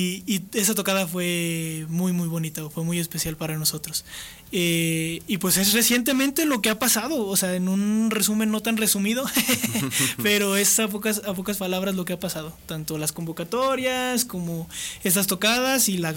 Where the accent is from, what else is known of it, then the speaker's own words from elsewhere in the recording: Fresnillo, Zacatecas, Mexico; moved away as an adult; yo soy de Fresnillo, Zacatecas, entonces soy foráneo